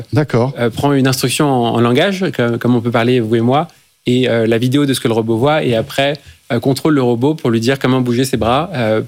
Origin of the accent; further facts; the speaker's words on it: France; Je suis français.